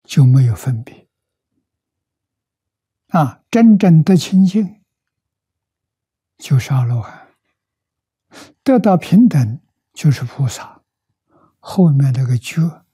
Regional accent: China; 这2品经，我们中国人叫2章，或者是2篇，佛法叫品

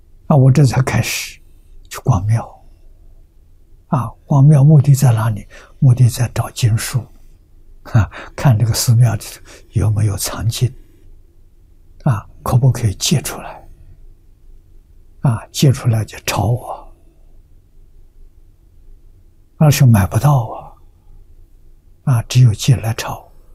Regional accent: Lujiang, Anhui, China; 我家乡在庐江

